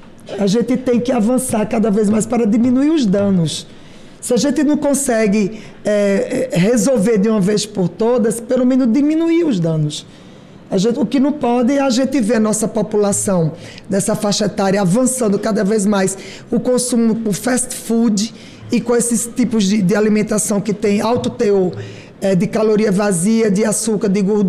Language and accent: Portuguese; Northeast Region, Brazil; Realmente, nós que somos do Nordeste gostamos muito mesmo de bolacha creme cracker